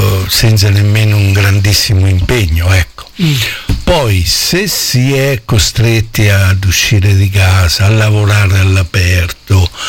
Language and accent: Italian; Montappone, Marche, Italy; born there; detto da me che sono nato a Montappone, che dove i cappelli si fanno per tutto il mondo